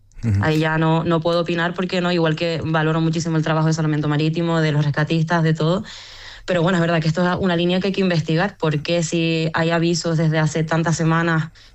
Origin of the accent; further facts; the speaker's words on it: Canary Islands, Spain; políticamente no lo somos, pero geográficamente somos africanos. Y toda nuestra historia en Canarias lo dice.